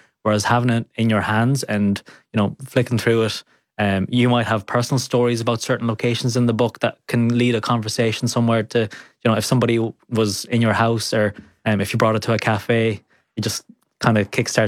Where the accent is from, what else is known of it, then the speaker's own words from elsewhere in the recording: Ireland; Like, we're Irish, we don't like change